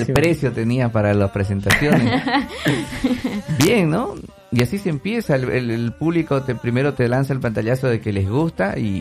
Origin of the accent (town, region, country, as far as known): Bolivia